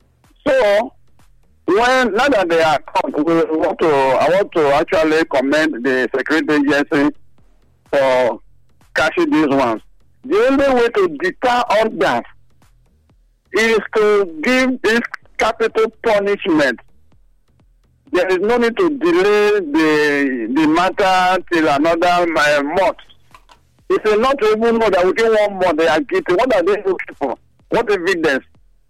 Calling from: Nigeria

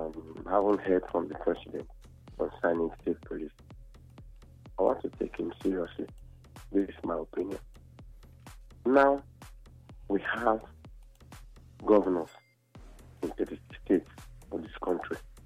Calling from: Benin City, Edo, Nigeria; I'm calling from Upper Sapna Road.

